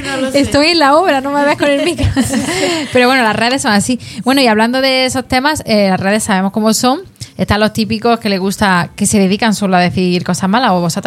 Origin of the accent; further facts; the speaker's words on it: Granada, Andalusia, Spain; accent: Granada; Porque decía como que hay que ver que teniendo acento de Granada intentaba ocultarlo. Digo, yo no intento ocultarlo. Yo tengo mi acento